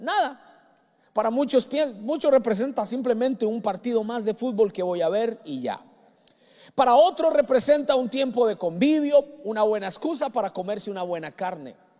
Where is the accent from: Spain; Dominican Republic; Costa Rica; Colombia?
Colombia; Yo soy colombiano y a los de Colombia nos dijeron, ustedes van a ganar